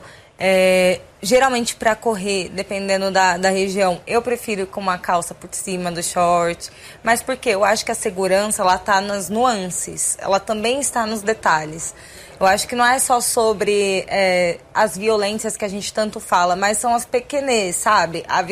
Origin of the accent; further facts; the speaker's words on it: São Paulo, Brazil; Não, gente. Mas não, porque eu sou de São Paulo, né?